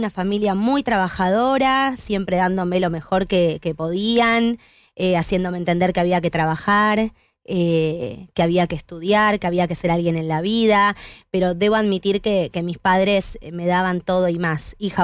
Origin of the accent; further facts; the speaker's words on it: Lanús, Buenos Aires Province, Argentina; also born or lived in Lomas de Zamora; En Lanús. Yo nací en Lomas, en realidad. Nací en Lomas, viví toda mi vida en Lanús con mi familia hasta mis 23 años.